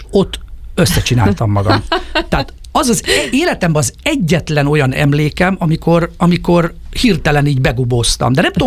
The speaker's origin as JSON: {"language": "Hungarian", "region": "Budapest", "country": "Hungary", "tie": "born or raised there", "also_born_or_lived": "Hatvan", "said": "5 éves koromig ott laktunk, és 1981-ben költöztünk föl Budapestre, a Kőbányára, az Újhegyi lakótelepre"}